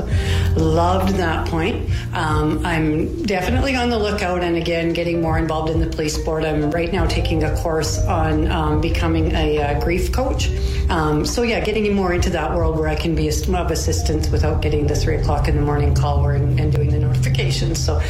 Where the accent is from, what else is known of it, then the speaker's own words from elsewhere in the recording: Estevan, Saskatchewan, Canada; moved away as an adult; I was from Estevan, and I left for about 10 years.